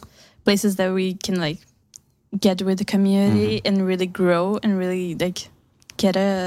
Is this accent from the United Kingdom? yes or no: no; Brazil; I'm part of the team here, and I'm from Brazil.